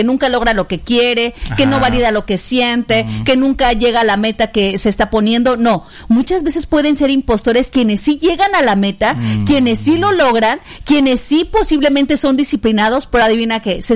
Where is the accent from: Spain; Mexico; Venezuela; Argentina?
Mexico; State of Mexico; born there; moved away as an adult; now in Comitán, Mexico; Yo nací en el Estado de México, egresada de la Metropolitana en la Ciudad de México